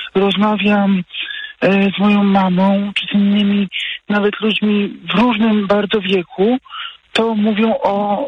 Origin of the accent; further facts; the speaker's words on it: Warsaw, Masovian Voivodeship, Poland; mieszkam w Warszawie, urodziłem się w Warszawie i zastanawiam się, czy z niej się nie wyprowadzić.